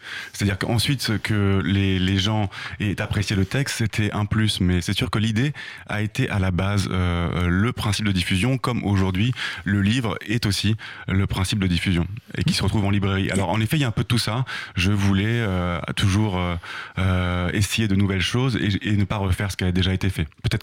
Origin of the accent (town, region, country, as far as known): Normandy, France; born or raised there